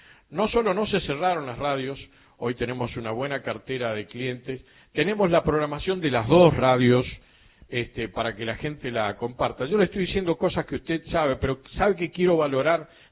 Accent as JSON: {"language": "Spanish", "region": "Mendoza", "country": "Argentina", "said": "yo soy mendocino"}